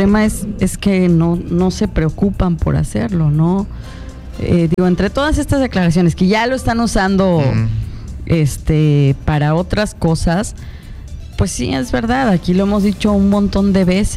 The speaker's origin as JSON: {"language": "Spanish", "town": "Jalpa de Méndez", "region": "Tabasco", "country": "Mexico", "said": "soy de Jalpa de Méndez"}